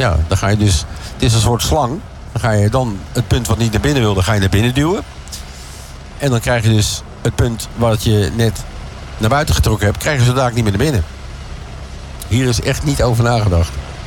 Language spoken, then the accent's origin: Dutch; Netherlands; Ja, maar ja, wij zijn Nederlanders en wij zijn eigenwijs.